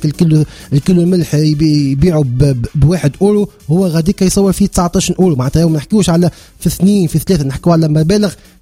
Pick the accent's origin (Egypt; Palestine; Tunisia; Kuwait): Tunisia; وانا كمواطن تونسي